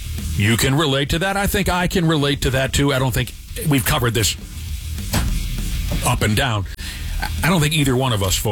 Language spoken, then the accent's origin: English; Ireland; Don't come after me for being anti-Irish. I'm an Irish person. I'm just saying.